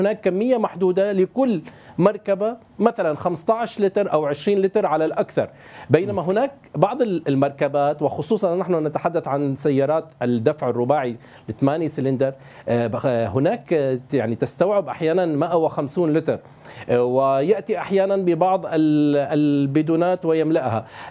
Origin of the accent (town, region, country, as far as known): Syria